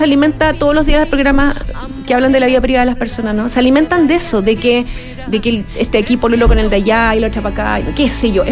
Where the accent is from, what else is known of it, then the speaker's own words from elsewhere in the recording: Chile; este patriotismo falso que tenemos los chilenos, de acordarnos de que somos chilenos cuando nos conviene